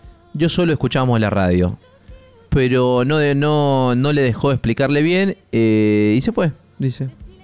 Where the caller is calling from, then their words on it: Santa María, Catamarca, Argentina; de Santa María de Catamarca.